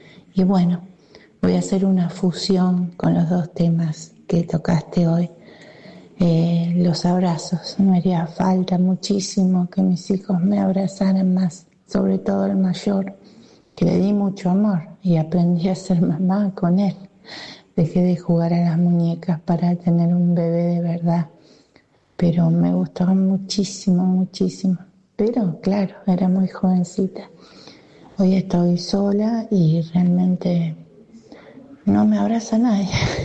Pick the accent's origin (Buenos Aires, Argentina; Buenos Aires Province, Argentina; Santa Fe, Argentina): Santa Fe, Argentina; Rosario